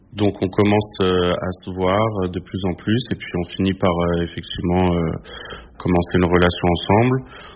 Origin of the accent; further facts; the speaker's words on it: Paris, Île-de-France, France; j'ai 29 ans et j'habite à Paris. Donc moi j'ai grandi dans le 18e arrondissement, à la Goutte d'Or. J'ai grandi plutôt avec ma mère et mes deux petites sœurs et mon beau-père.